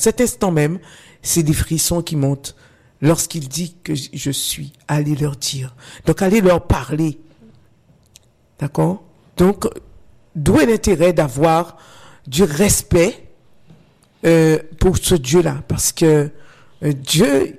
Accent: Guadeloupe; chez nous en Guadeloupe.

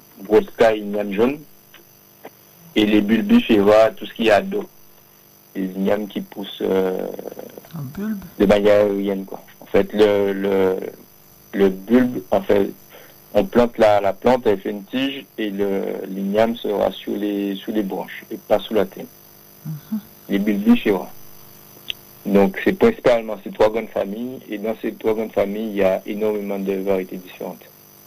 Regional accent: Les Abymes, Guadeloupe, France; Et moi, en fait, je suis originaire des Grands Fonds, Gonfron des Abîmes.

